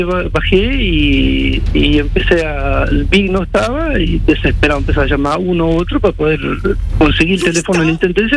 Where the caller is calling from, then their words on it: Maldonado, Uruguay; que nosotros somos Maldonado.